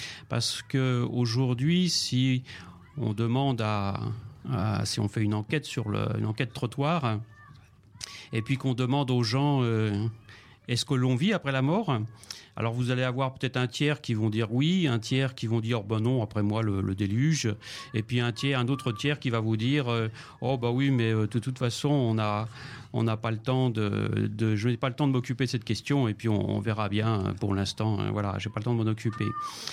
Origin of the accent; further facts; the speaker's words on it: France; Oui, je viens de France, mais je suis souvent en Belgique